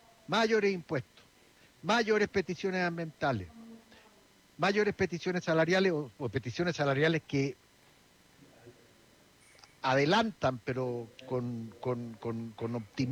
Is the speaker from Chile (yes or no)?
yes; Chile; Porque nosotros, como chilenos, la verdad que lo único que tenemos es una montaña de deuda